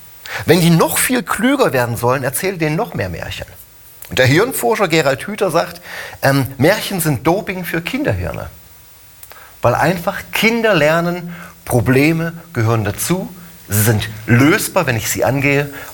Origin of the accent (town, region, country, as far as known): Harz, Germany; also born or lived in Lüneburg, Germany